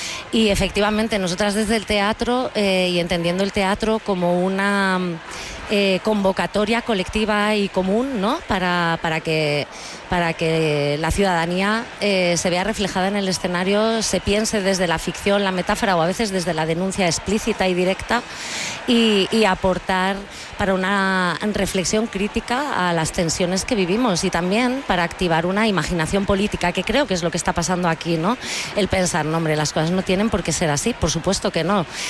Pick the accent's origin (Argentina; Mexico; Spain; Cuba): Spain; Santander, Cantabria; now in Madrid, Spain; es el barrio al que yo llegué desde Santander, que yo soy de Santander, y yo llegué a Lavapiés, no llegaba a Madrid, ¿no?